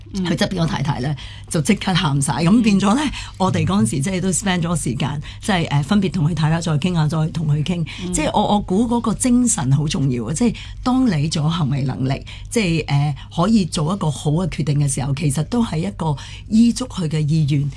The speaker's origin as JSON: {"language": "Cantonese", "country": "China", "said": "因為其實有時我哋中國人都比較禁忌啦"}